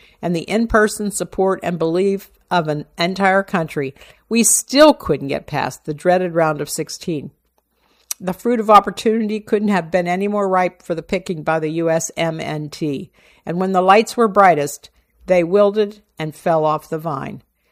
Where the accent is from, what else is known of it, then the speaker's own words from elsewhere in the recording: United States; But I am an American who cares deeply about the success of our nation on the world stage.